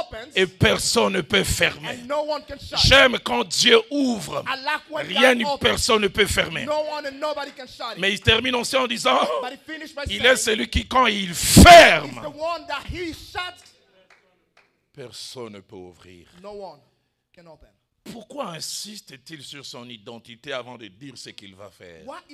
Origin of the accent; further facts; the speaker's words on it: Kinshasa, DR Congo; Chez nous à Kinshasa, on disait ramasser, ce n'est pas voler.